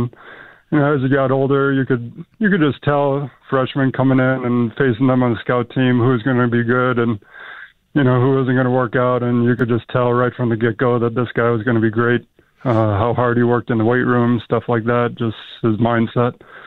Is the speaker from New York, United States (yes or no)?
yes; Buffalo, New York, United States; And especially growing up in Buffalo, you know, my first experience, first memories of the Bills were losing Super Bowls and stuff like that.